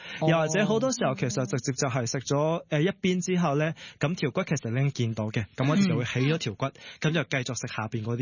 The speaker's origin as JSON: {"language": "Cantonese", "town": "Chaoshan", "region": "Guangdong", "country": "China", "tie": "born or raised there", "said": "走咗去廣東潮汕一帶即係我老家嗰頭啦咁佢哋叫自己河洛人咁但係我哋潮州話聽唔明"}